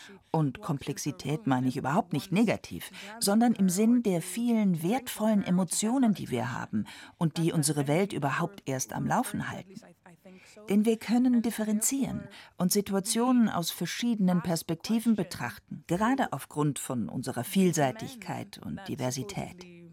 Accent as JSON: {"language": "German", "country": "Trinidad & Tobago", "tie": "born or raised there"}